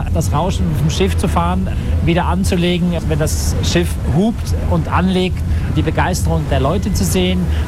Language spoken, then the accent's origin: German; Switzerland; Der See zusammen mit den Bergen ist eine einzigartige Naturlandschaft, die mich als Schweizer auch immer wieder begeistert